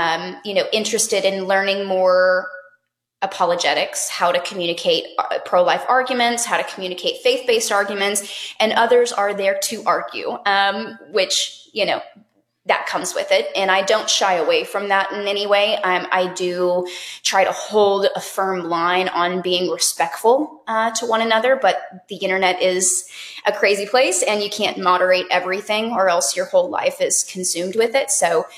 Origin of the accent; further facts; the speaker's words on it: Texas, United States; now in Alabama, United States; Yes, I was born and raised in Texas. I am now in Alabama.